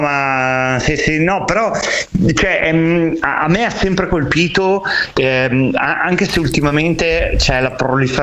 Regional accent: Bologna, Emilia-Romagna, Italy; a Bologna, chiaro che sì, io sono bolognese, abito lì, ho vissuto lì

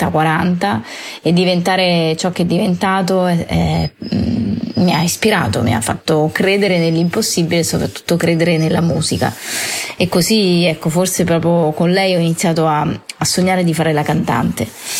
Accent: L'Aquila, Abruzzo, Italy; also born or lived in Naples; now in Rome, Italy; sono nata a Napoli, che è una città con delle caratteristiche ben precise, poi sono cresciuta all'Aquila, che è una città con le caratteristiche opposte, e poi mi sono spostata a Roma

